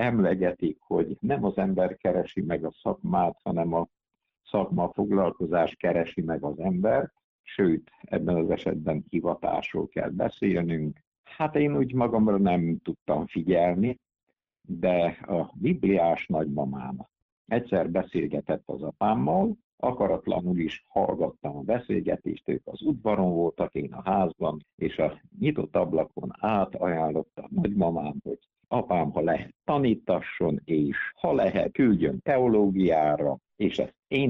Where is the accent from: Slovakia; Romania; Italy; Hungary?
Romania; Transylvania; A egyházban, egy szorvány Dél-Erdély gyülekezetben valóban születtem, úgyhogy egyetlen vallás óráról tudok, amire nem tudtam elmenni.